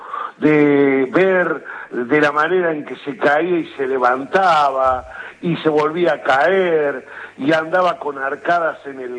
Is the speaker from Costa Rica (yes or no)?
no; Argentina; porque es como que los argentinos siempre necesitamos de un líder, de un caudillo.